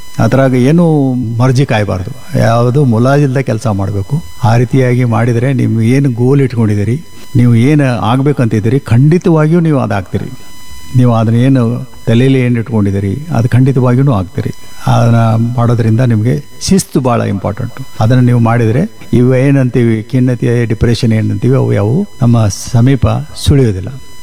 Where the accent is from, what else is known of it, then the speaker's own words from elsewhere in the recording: Belagavi, Karnataka, India; ನಾನು ಬೆಳಗಾವಿಯಲ್ಲೇ ಇದ್ದೀನಿ, ಮತ್ತು ನಮ್ಮ ಊರ ಹತ್ರ ಇದೆ, ಅಲ್ಲಿ ಕೂಡ ನಮ್ಮ ಹೊಲ ಮನೆ ಎಲ್ಲ ಇರೋದ್ರಿಂದ ಅಲ್ಲಿಗೂ ಹೋಗ್ತಾ ಇರ್ತೀನಿ.